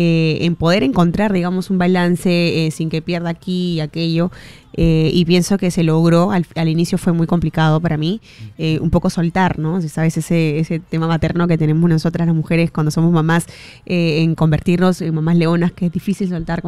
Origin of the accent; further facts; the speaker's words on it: Callao, Peru; yo soy del Callao.